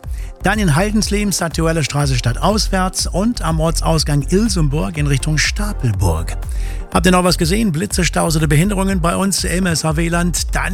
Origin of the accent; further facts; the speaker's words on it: England, United Kingdom; Und ein Song, der zu mir jetzt gerade passt als Engländer